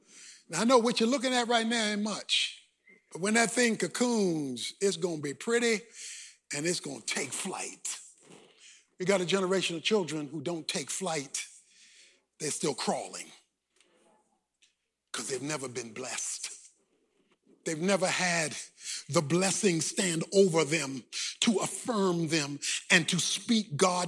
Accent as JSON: {"language": "English", "town": "Baltimore", "region": "Maryland", "country": "United States", "tie": "born or raised there"}